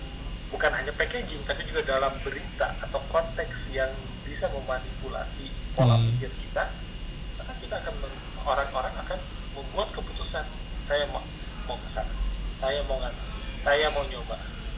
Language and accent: Indonesian; Bandung, West Java, Indonesia; kita sebagai warga Bandung ya